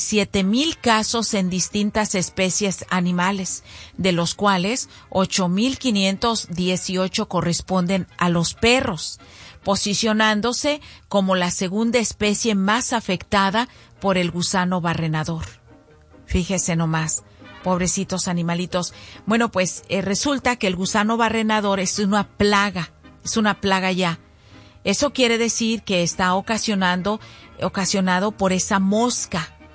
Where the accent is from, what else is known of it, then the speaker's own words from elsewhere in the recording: Zacualco de Torres, Jalisco, Mexico; como que ando en los bailables allá en el kiosco de allá de mi pueblo, de Zacualco de Torres.